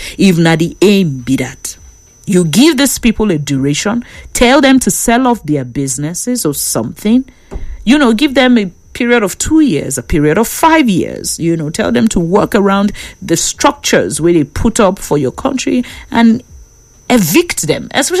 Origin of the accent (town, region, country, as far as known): Nigeria